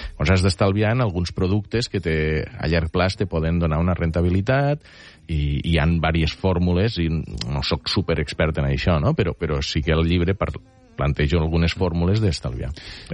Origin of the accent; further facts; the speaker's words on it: Catalonia, Spain; Aquí, d'alguna forma, penso que jo soc de les Terres de l'Ebre.